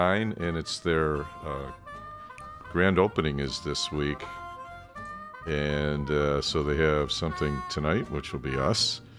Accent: Irondequoit, New York, United States; I grew up in Irondequoit.

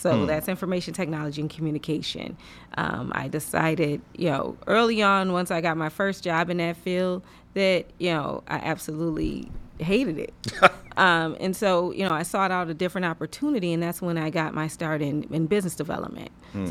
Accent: Rochester, New York, United States; I am, born and raised.

